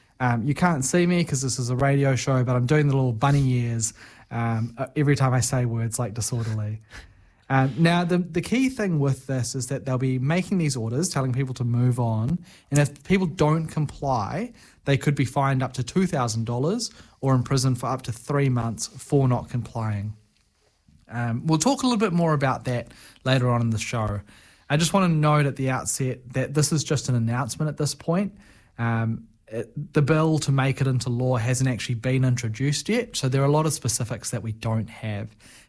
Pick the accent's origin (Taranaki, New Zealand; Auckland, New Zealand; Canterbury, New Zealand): Canterbury, New Zealand; Christchurch; moved away; I'm originally from Christchurch.